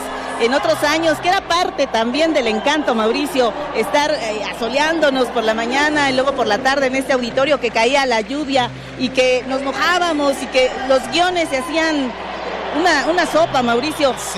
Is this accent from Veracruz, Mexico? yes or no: no; Oaxaca, Mexico